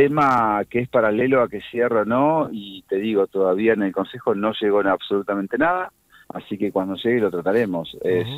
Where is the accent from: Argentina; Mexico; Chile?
Argentina